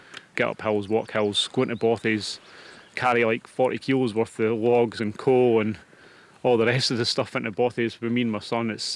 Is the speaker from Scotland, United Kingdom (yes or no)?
yes; Blairgowrie, Scotland, United Kingdom; I'm from Blairgowrie.